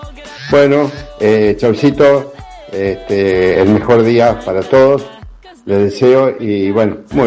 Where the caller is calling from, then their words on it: Argentina; soy de Barrio Roma